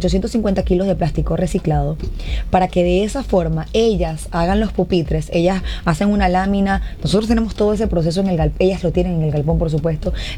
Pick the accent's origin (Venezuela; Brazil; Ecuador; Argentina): Venezuela; ¿Cómo vamos entonces a preservar nosotros quienes somos como venezolanos si no preservamos la cultura de donde venimos?